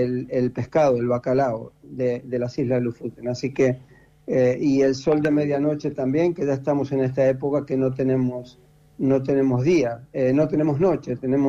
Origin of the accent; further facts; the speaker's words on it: Argentina; now in Norway; hace 38 años que vivo en Noruega y hace 33 que soy noruego, y pude mantener el pasaporte argentino